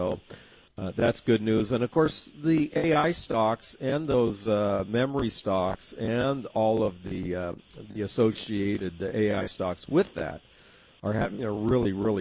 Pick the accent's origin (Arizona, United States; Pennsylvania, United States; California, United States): California, United States; San Diego; accent: San Diego; Well, I don't have much of Vermont accent. I'm from Southern California with a San Diego accent, if there is such a thing.